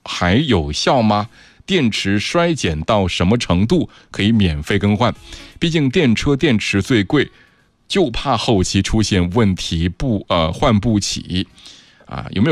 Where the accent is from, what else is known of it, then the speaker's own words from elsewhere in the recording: Inner Mongolia, China; now in Yichang, China; 主播我是内蒙人儿